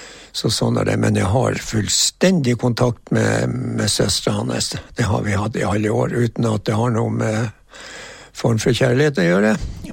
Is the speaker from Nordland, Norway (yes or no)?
yes; Lofoten, Nordland, Norway; Engedal og Stordal har jeg også hatt kontakt med hjemme I Lofoten.